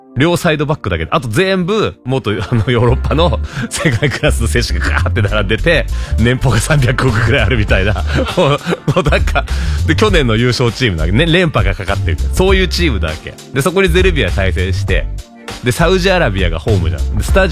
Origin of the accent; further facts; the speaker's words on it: Machida, Tokyo, Japan; 僕が地元の町田から応援してるんですけど